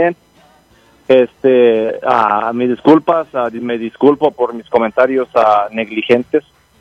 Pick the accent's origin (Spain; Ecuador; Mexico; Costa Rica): Mexico; Atoyac de Álvarez, Guerrero; moved away; un pueblo, por ejemplo, de donde yo soy originario, no hay teléfono personal, se llaman casetas públicas.